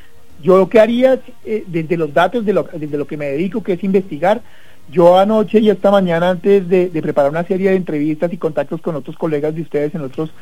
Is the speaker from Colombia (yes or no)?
yes; Colombia